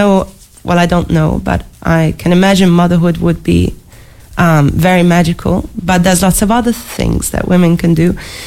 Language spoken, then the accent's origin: English; Hungary; moved away; my home country in Hungary